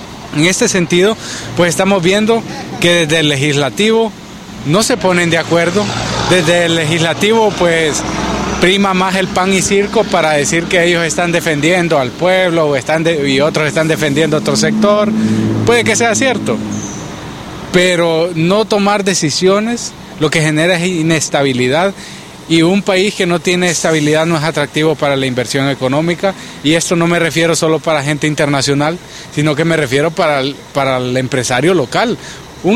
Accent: Honduras

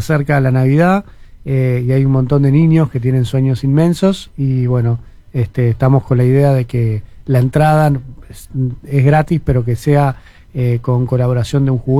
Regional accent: Maldonado, Uruguay; somos dos cantautores de Maldonado

